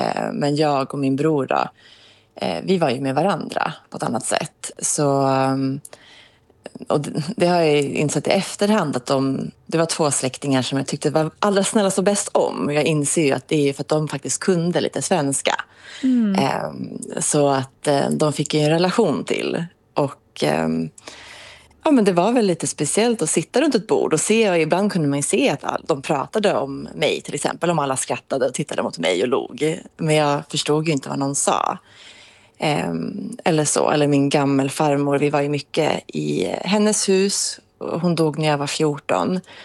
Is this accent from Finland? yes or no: yes; Finland; jag tyckte ju att det var lite coolt att jag var från Finland också.